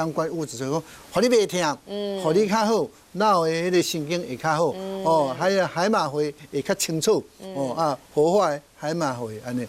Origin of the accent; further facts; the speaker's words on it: Taiwan; 我们台湾人